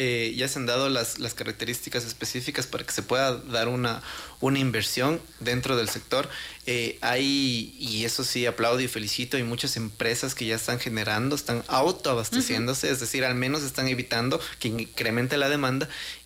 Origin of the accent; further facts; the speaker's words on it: Ecuador; Como ecuatoriano no lo quiero